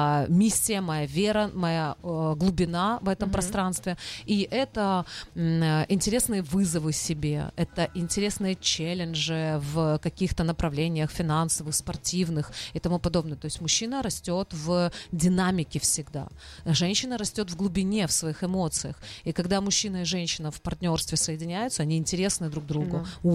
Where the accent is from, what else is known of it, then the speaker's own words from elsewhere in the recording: Odesa, Odesa Oblast, Ukraine; now in Israel; я из Украины, да, из Одессы